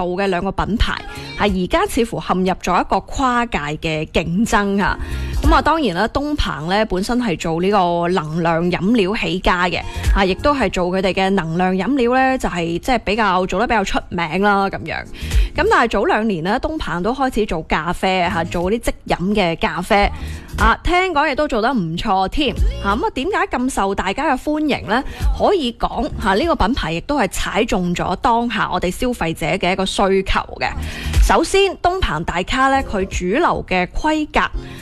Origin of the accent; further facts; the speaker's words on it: Guangdong, China; 我哋广东人呢又真係好多讲究嘅